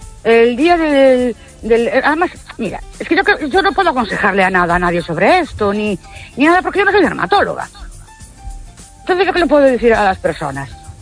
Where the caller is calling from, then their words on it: Ourense, Galicia, Spain; de Orense otra vez.